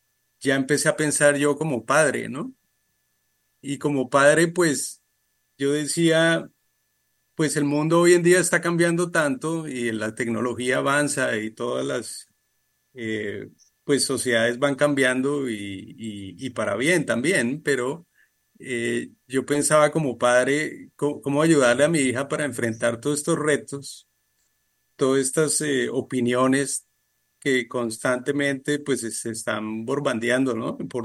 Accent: Colombia; moved away as an adult; now in Thailand; Yo pues nací en Colombia y crecí allí pues toda la vida hasta la universidad

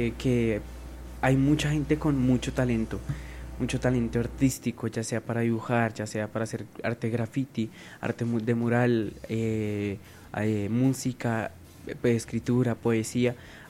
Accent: Colombia; somos los colombianos

